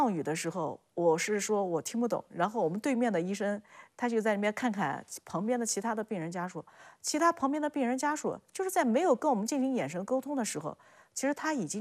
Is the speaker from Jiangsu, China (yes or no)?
yes; Jiangsu, China; moved away as an adult; now in Hainan Prefecture, Qinghai, China; 因为我本身是江苏人嘛，然后来到的地方之后的话，青海话我是没办法去交流的